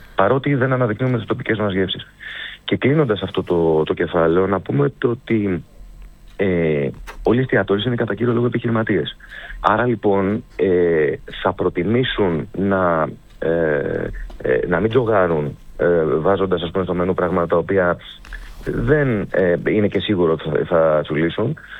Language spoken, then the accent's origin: Greek; Skiathos, Thessaly, Greece; το οποίο εγώ προσωπικά το πιστεύω πάρα πολύ για τον τόπο μου.